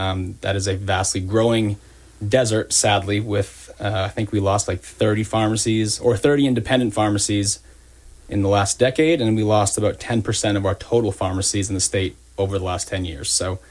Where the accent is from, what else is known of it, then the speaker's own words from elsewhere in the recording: Dixfield, Maine, United States; So I grew up in Dixfield, Maine, so I'm pretty familiar with the rural aspect of things.